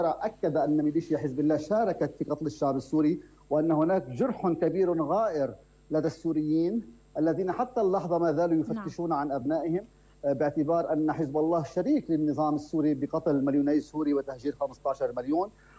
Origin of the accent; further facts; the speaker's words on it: Lebanon; نحن كلبنانيين مصلحتنا الاستراتيجية هي أهم كلبنانيين مع الدولة السورية،